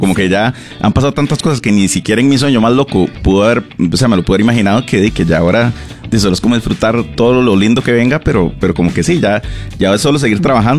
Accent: Pavas, San José, Costa Rica; yo soy aquí de pavas

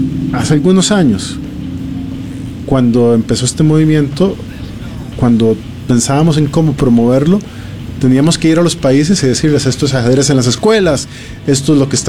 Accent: Costa Rica; como costarricense estoy muy contento de que haya ocurrido esto

